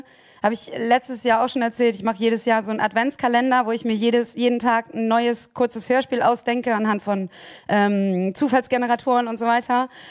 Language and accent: German; Cuxhaven, Lower Saxony, Germany; die ist so schön norddeutsch, ich komme aus Cuxhaven